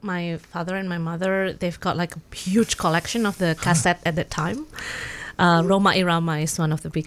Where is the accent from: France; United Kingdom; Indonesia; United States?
Indonesia; Java; now in Australia; I'm from Java.